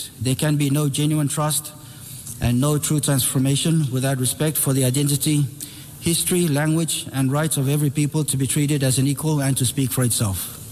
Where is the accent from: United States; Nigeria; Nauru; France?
Nauru; Nga de Nauru. That means I am from Nauru. And so is every person I have the honor to speak for today.